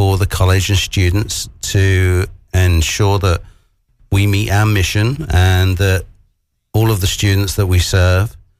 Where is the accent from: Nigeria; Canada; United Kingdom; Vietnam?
United Kingdom; moved away as an adult; also born or lived in California; now in South Carolina, United States; I'm from the UK originally.